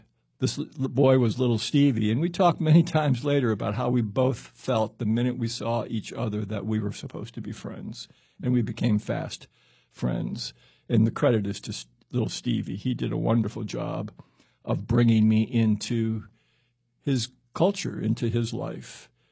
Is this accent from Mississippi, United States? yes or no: yes; Greenville, Mississippi, United States; born there; now in Chapel Hill, United States; I was born in Greenville, Mississippi.